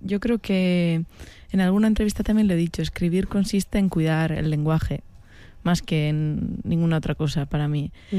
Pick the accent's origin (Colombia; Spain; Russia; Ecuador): Spain; Basque Country; Que de estar en contra somos los vascos